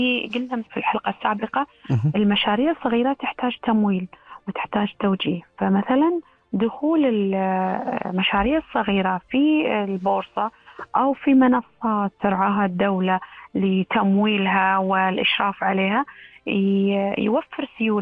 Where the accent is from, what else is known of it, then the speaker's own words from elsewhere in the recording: Kuwait; احنا ككويتيين